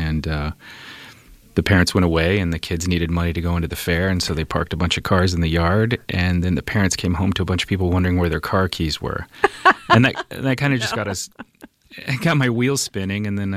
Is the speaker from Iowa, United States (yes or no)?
yes; Des Moines, Iowa, United States; also born or lived in Osceola, Iowa; I grew up in Des Moines up until high school, and then moved to a small town south of Des Moines, Osceola, Iowa. But growing up on the east side